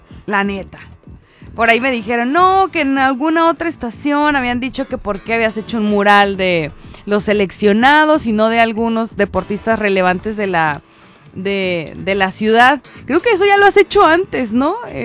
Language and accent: Spanish; Mexico; somos así mexicanos